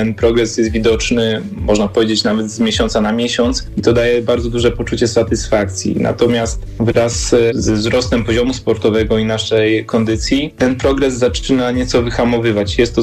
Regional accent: Jelenia Góra Valley, Lower Silesian Voivodeship, Poland; pochodzę z Kotliny Jeleniogórskiej, wiele czasu spędziłem po prostu w takim środowisku górskim

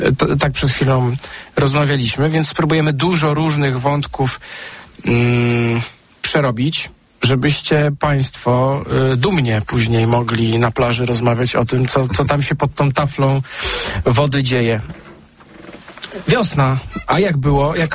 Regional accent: Sopot, Pomeranian Voivodeship, Poland; Jako sopocianin

